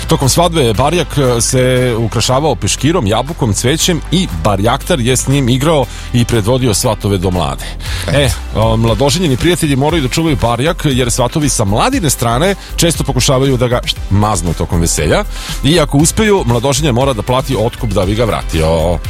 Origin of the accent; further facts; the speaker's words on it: Serbia; je kod nas u Srbiji vezani za barjaktara.